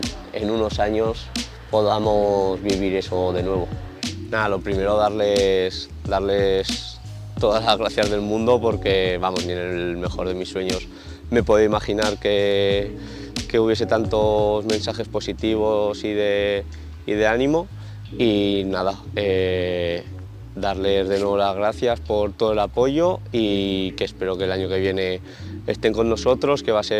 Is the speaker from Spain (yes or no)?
yes; Aragon, Spain; moved away as an adult; me ha acompañado prácticamente toda la vida hasta que ya salí de Aragón.